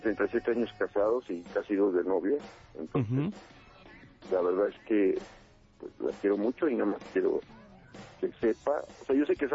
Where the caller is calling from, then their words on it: Chalco, State of Mexico, Mexico; yo vivo en Chalco, pero ahorita estoy trabajando y estoy aquí en la colonia del Valle.